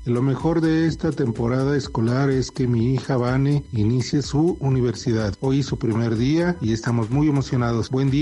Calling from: Puebla, Mexico; Te escucho desde la colonia Gabriel Pastor

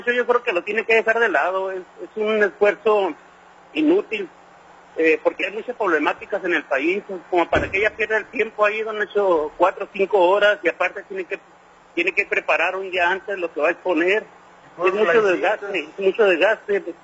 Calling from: Mexico; Yo creo que la presidenta nos representa a nosotros como mexicanos

